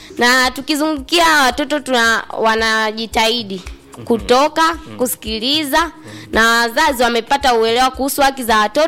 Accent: Kilogota, Tanzania; Natokea kata ya Kilogota.

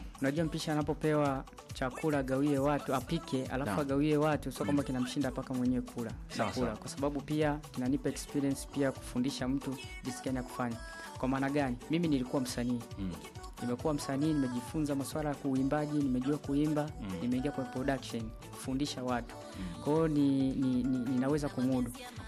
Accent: Bukoba, Kagera, Tanzania; also born or lived in Musoma; Kwanza mimi ni mtu wa Bukoba. Tumekaa sana Msoma.

